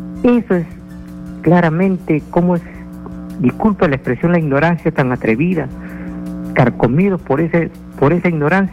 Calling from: Lima, Peru; de Comas.

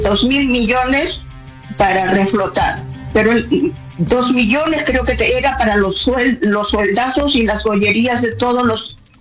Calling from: Alicante, Valencian Community, Spain; de Alicante.

